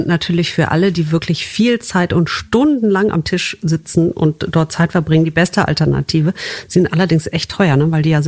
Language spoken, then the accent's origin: German; Wuppertal, North Rhine-Westphalia, Germany; Ja. Stimmt, ich komme aus der Stadt des Kobolds.